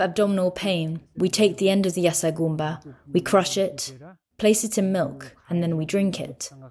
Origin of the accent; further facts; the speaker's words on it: Phu, Gandaki Province, Nepal; I am from Phu village. It is a very remote village at 4,100 metres. It is very hard to live here.